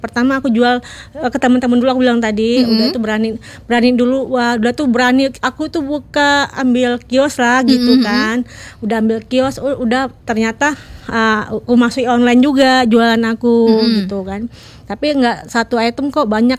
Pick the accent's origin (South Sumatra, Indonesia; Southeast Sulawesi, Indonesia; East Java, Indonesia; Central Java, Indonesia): South Sumatra, Indonesia; Palembang; moved away; Halo pemirsa … saya asli Palembang. Di sini merantau udah kurang lebih 20 tahun.